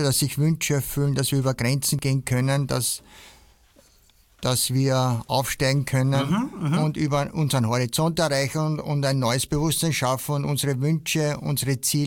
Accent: Mistelbach, Lower Austria, Austria; moved away; also born or lived in Vienna; Aufgewachsen bin ich im Weinviertel, ich weiß nicht, ob du das kennst, ja. Im schönen Weinviertel in Mistelbach. Und dann hat es mich nach Wien gezogen, in die Großstadt, Schule, Studium. Und vor 3 Jahren bin ich wieder nach Mistelbach zurückgezogen.

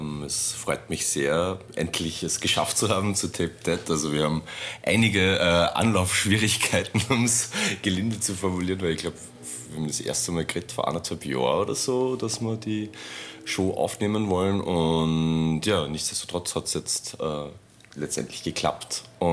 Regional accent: Linz, Upper Austria, Austria; also born or lived in Istanbul; ich bin in Linz aufgewachsen und in Istanbul geboren.

